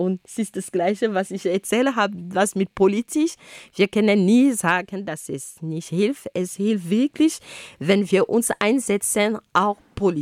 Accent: Cameroon; first language Ghomala'; German is a second language; moved away; In Kamerun sprechen wir zum Beispiel, also die Amtssprachen Französisch und Englisch, aber ich habe immerhin noch meine Homala

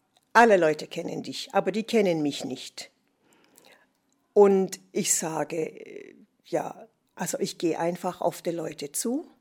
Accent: Jamaica; German is a second language; moved away; aber wir haben auch unser Dialekt in Jamaika. Und ich habe versucht, meine Sprache und mein Essen und einfach Erzählungen, wie ich gewohnt habe als Kind und so.

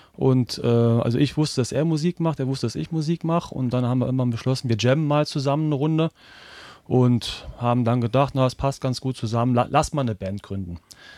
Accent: Reutlingen, Baden-Württemberg, Germany; Wir kommen räumlich, sag mal, aus dem Großraum Reutlingen auch und Tübingen, ja.

